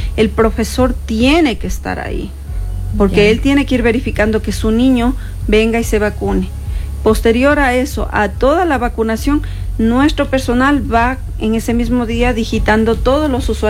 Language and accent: Spanish; Cotacachi, Imbabura, Ecuador; yo soy de Cotacachi